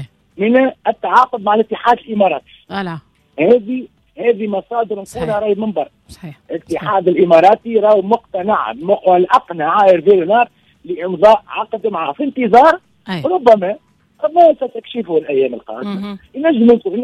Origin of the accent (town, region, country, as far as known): Tunisia